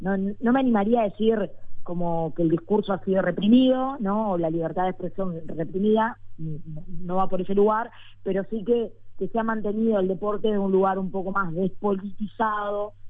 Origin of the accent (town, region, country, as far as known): Uruguay